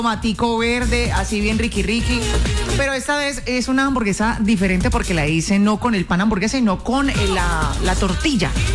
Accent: Cali, Valle del Cauca, Colombia; Soy una mala caleña.

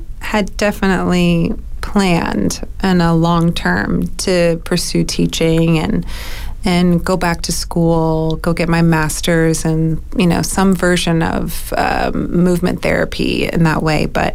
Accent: New Orleans, Louisiana, United States; I am from New Orleans, born and raised, and I think much like a lot of us who grew up here, I definitely grew up around food and I grew up in the kitchen

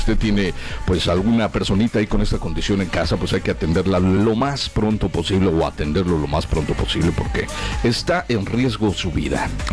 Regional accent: Mexico; todos somos libres como mexicanos constituidamente.

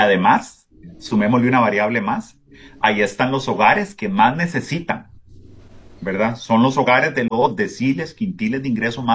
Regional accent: Costa Rica

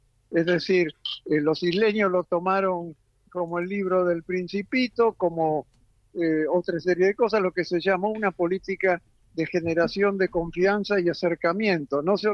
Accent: Argentina

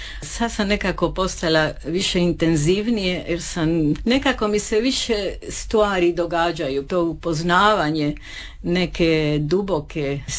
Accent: Peru; moved away as an adult; also born or lived in London, United Kingdom; now in Mlini, Croatia; Zato što sam živjela u više država, odrasla sam u Peru, poslije sam pošla na studije u London i u Engleskoj. I sad sam ovdje i jako sam sretna što sam ovdje i da živim u tako divno mjesto što je Župa Dubrovačka, Mlini osobito.

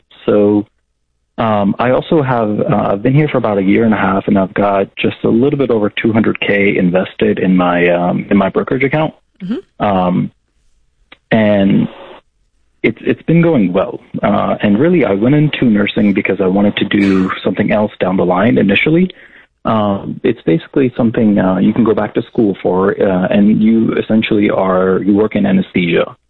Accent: Florida, United States; moved away as an adult; now in West Coast, United States; So luckily, on the West Coast, I'm from Florida, and we make crap money there.

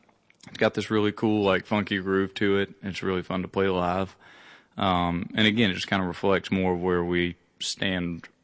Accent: Alabama, United States; born there; So I was born in Alabama, close to Cheehaw State Park, which is the same, you know, Blue Ridge Mountain system that runs across there.

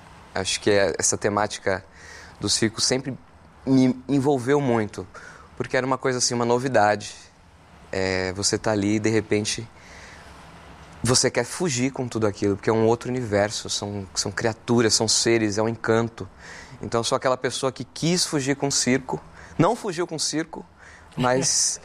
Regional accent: São Paulo, Brazil; Eu sou do Campo Limpo, Santo Amaro.

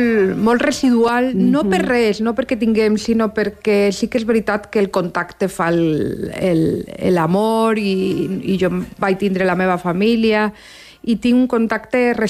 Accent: Barcelona, Catalonia, Spain; born there; Jo vaig néixer a Barcelona, a l'Hospital Sant Pau, el 8 d'abril del 77. Bueno, jo soc adoptada, me van adoptar en 6 mesos i van adoptar una família de Lleó, que són els meus pares.

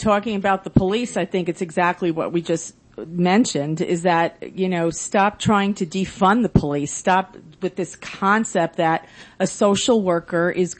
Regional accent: Lynbrook, New York, United States; now in Rockville Centre, United States; I grew up in Lynbrook, where we had village police.

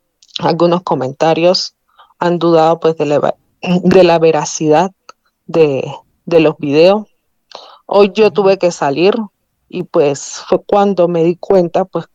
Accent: Cuba; now in Mexico; soy de origen cubano, soy de origen cubano. Llegué aquí en el año 2017 con beca CONACYT para la maestría de energía en la UNAM.

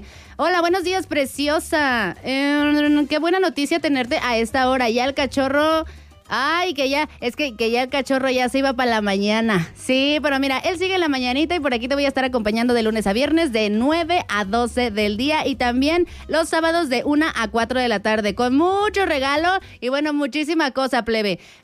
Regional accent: San Juan del Río, Querétaro, Mexico; moved away; yo soy de allá, ya les había dicho en estos días, soy de San Juan del Río, de la mera tierra de las palomas

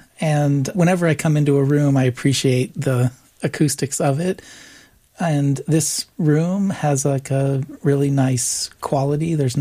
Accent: Alaska, United States; I grew up in Alaska and pretty remote areas

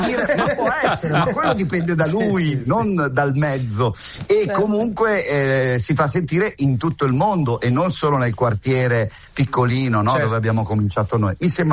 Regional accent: Metanopoli, Lombardy, Italy; E allora lì a Metanopoli, perché io vengo da Metanopoli, sono un figlio del il papà del cane a sei zampe.

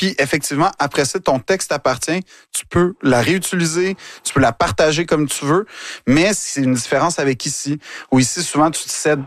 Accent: Quebec, Canada; je réalise à quel point le Québec, c'est ma vie, en fait. Quand je dis que je suis Québécois jusqu'au bout des doigts

